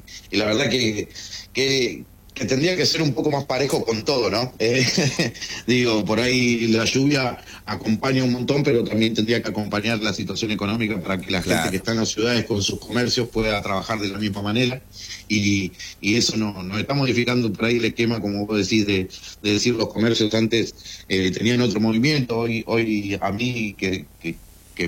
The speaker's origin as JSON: {"language": "Spanish", "town": "Villalonga", "region": "Buenos Aires Province", "country": "Argentina", "said": "yo soy del interior, soy de Villalonga"}